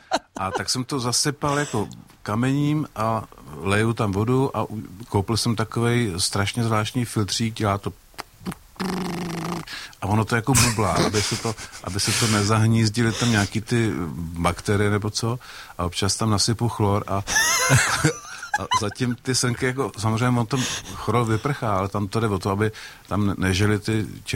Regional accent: Turnov, Liberec Region, Czechia

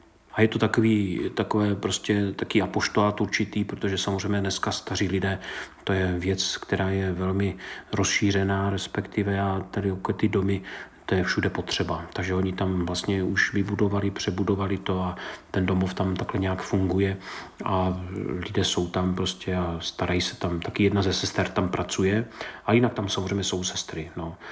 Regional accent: Krnov, Moravian-Silesian Region, Czechia; born or raised there; now in Nový Bohumín, Czech Republic

